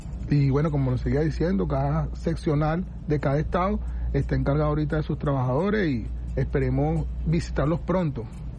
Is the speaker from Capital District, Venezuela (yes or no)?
no; La Guaira, Venezuela; yo soy de La Guaira